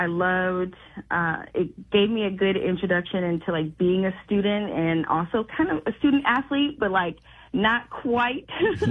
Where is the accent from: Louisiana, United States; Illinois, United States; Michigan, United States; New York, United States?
Illinois, United States; Urbana; born there; I actually went to Urbana. I went to Urbana Middle School and Urbana High School and U of I, and then moved away briefly. So this is home.